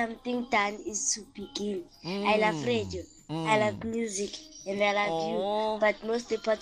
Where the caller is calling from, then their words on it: Mpumalanga, South Africa; I'm calling you from Mpumalanga.